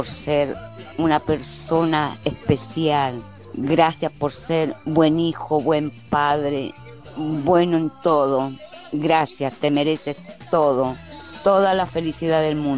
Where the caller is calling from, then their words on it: Buenos Aires, Argentina; de Caballito